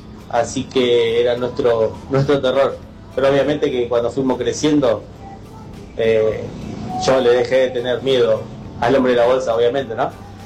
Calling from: Isidro Casanova, Buenos Aires Province, Argentina; soy Isidro Casanova.

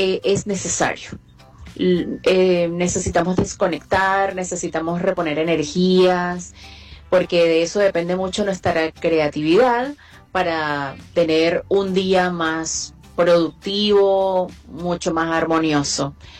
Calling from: Buenos Aires, Argentina; de San Telmo

